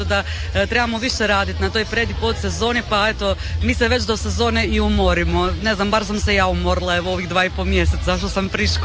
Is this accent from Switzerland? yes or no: no; Croatia; kod nas na Pagu